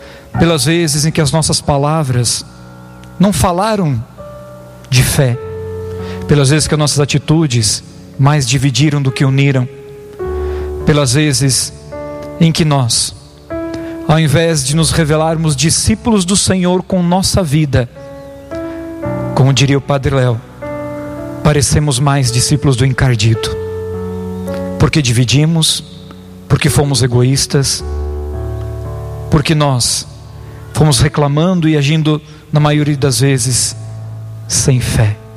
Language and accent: Portuguese; Botuverá, Santa Catarina, Brazil; sou natural de Botuverá, cidade grande, Santa Catarina, tem 5 mil habitantes